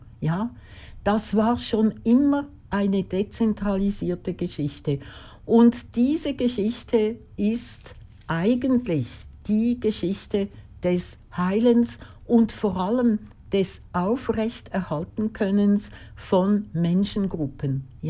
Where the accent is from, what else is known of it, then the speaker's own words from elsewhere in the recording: Zurich, Switzerland; die Zürcher und Zürcherinnenbevölkerung, also wir, die Steuerzahlerinnen